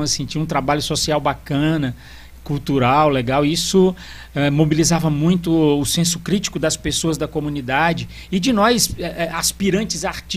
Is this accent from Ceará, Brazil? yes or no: yes; Pacajus, Ceará, Brazil; born there; Nasci em Pacajus.